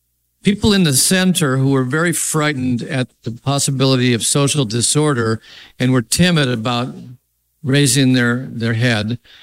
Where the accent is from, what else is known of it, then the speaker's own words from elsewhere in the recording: Royal Oak, Michigan, United States; my hometown of Royal Oak or Hamtramck.